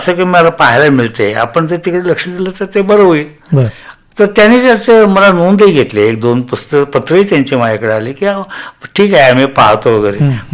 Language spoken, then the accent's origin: Marathi; Kolhapur, Maharashtra, India; मी कोल्हापुरात राहत होतो